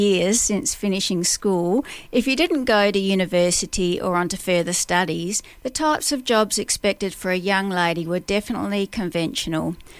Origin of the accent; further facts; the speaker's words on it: Boyup Brook, Western Australia, Australia; our local Westpac bank in my hometown of Boyup.